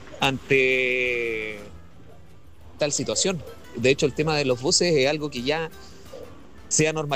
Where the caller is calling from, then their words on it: Chile; los únicos afectados por esta situación somos los chilenos de pie